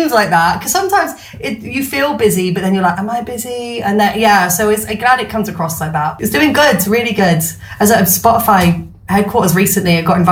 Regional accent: Newport, Wales, United Kingdom; also born or lived in Chepstow; So I'm from Newport, South Wales.

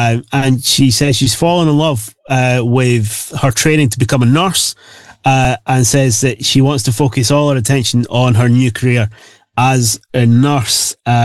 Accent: Scotland, United Kingdom; as a Scot

